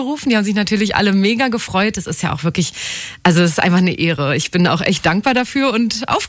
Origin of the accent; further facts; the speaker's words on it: Storkow, Brandenburg, Germany; also born or lived in Torgau; now in Berlin, Germany; Torgau, aber aufgewachsen im schönen Storkow im Landkreis Oder-Spree.